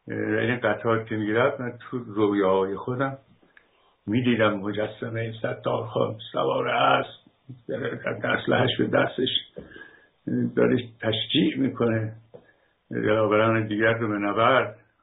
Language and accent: Persian; Iran; به عنوان یک ایرانی